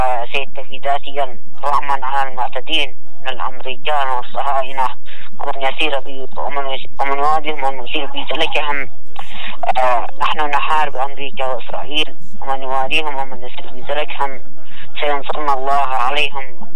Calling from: Yemen

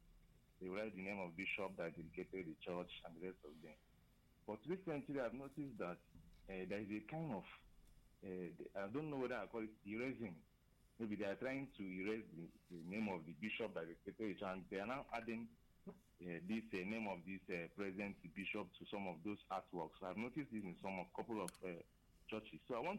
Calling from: Enugu State, Nigeria; I'm calling from Enugu.

